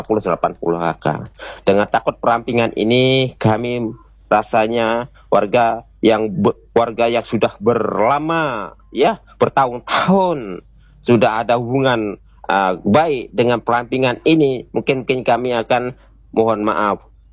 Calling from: Riau Islands, Indonesia; Kami warga Melayu Kota Piring

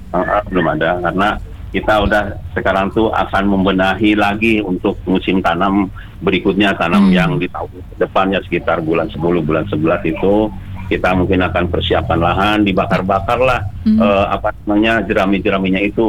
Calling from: West Java, Indonesia

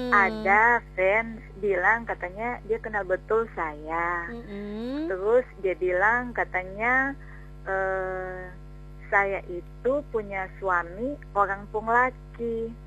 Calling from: Manado, North Sulawesi, Indonesia; Tapi saya ada di Malalayang.

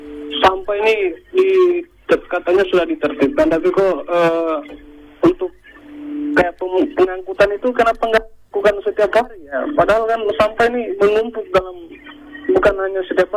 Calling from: Indonesia

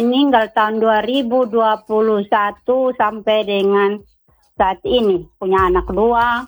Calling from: East Nusa Tenggara, Indonesia; Saya dari asal dari OESAO, Desa ya. Pugdale.

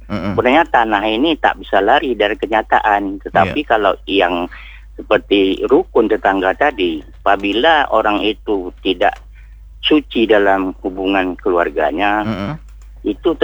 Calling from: Tanjung Pinang, Riau Islands, Indonesia; Kita di Kota Tanjung Pinang ini

